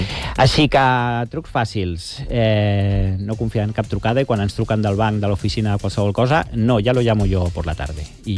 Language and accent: Catalan; Galicia, Spain; saps que jo vinc de Galícia, de família gallega, i jo de petitó, a casa dels meus avis, tenien aquella garrafa de vidre gran